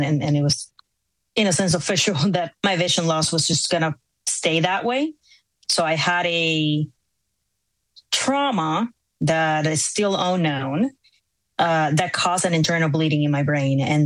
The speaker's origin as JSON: {"language": "English", "country": "Puerto Rico", "tie": "born or raised there", "moved": "as an adult", "lives_now": "Massachusetts, United States", "said": "I was born here in Massachusetts, but in a couple of months after I was born, I went back to Puerto Rico and didn't come back to the U.S. to live."}